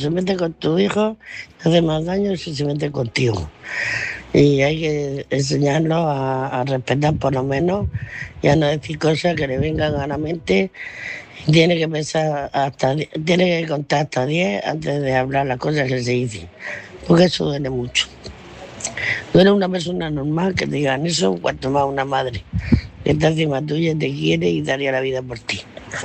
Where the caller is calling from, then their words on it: Murcia, Region of Murcia, Spain; de Murcia